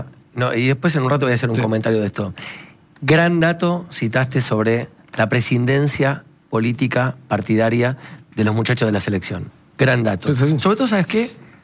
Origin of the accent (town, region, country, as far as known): Argentina